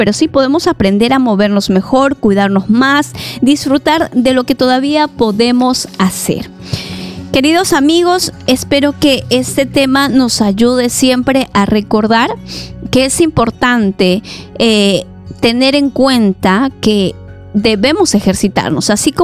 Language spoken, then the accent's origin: Spanish; Peru; now in Colombia; Soy un peruano radicando aquí en Colombia con mi amada esposa Beatriz.